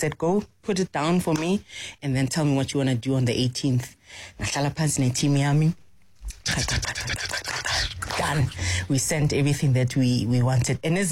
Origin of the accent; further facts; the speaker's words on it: Johannesburg, Gauteng, South Africa; I come from Alex. And why am I successful today? Because that community helped me. I started playing my football there, grew up there, went to school there.